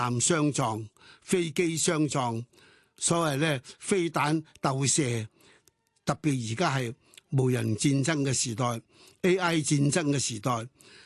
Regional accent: Hong Kong; 我在香港出生，香港长大，

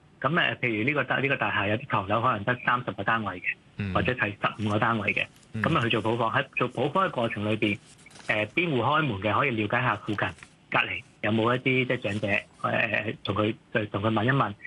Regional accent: Hong Kong; 個就係發揮我哋香港人。

